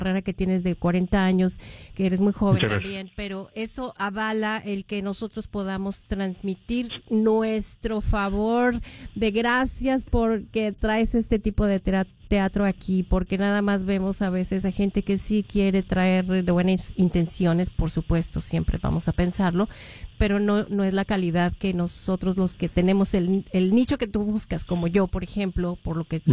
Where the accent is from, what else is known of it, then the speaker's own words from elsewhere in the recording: Mexico City, Mexico; porque yo soy de la Ciudad de México, bueno, y también a veces me gustan, sí, las malas palabras.